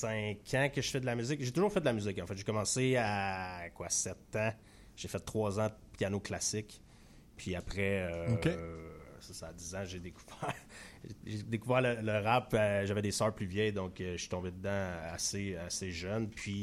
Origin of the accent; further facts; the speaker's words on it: Granby, Quebec, Canada; now in Montreal, Canada; Non, je suis originaire de Granby, comme tu as dit, mm-hmm. mais ça fait pratiquement 20 ans. Plus que la moitié de ma vie, en fait, que j'habite à Montréal maintenant. Fait que je me considère comme un Montréalais, mais fidèle, toujours fier de où je viens, de Granby dans les cantons de l'Est.